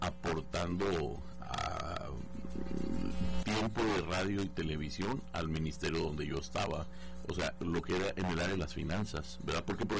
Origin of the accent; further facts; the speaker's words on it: Guadalajara, Jalisco, Mexico; Pero sí, soy de Guadalajara.